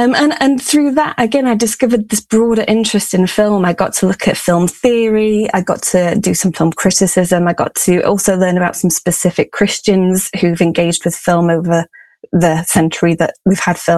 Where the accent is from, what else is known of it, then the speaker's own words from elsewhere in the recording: Sheffield, Yorkshire and the Humber, United Kingdom; I'm actually from Sheffield originally. I've come back.